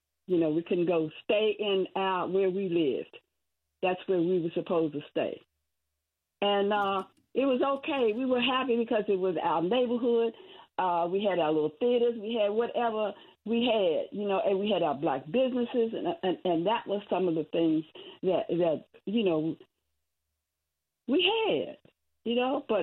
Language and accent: English; Washington, District of Columbia, United States; I was born in Foggy Bottom. Now, I think they consider it as Georgetown now, but when I was born over there, it was the bottom and where black people live, okay?